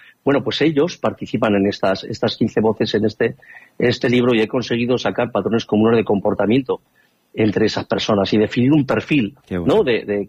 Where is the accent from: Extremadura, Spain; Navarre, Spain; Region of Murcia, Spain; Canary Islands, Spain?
Navarre, Spain; Tudela; moved away as an adult; now in Santa Cruz de Moncayo, Spain; nací allí, en Tudela, los años más importantes de mi vida los he pasado allí, aunque ahora estoy viviendo en Santa Cruz de Moncayo